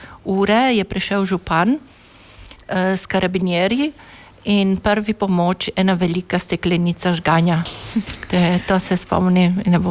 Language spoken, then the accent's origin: Slovenian; Stolvizza, Friuli-Venezia Giulia, Italy; jaz sem iz Solbice